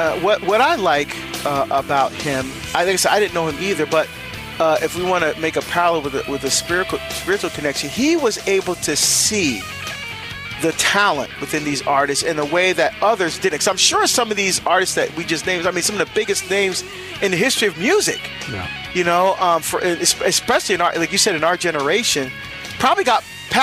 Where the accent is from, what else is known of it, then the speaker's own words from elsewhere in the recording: New Jersey, United States; calling from Toms River, New Jersey. You know, as we say, like down the shore, again, back in my home state.